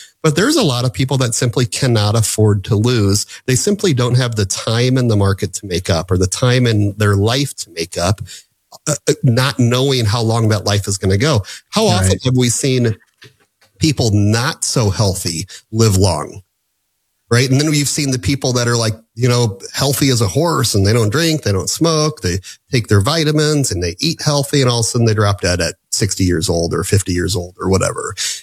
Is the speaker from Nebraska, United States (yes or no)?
yes; Omaha, Nebraska, United States; We're Midwestern. I was born and raised right here in Omaha.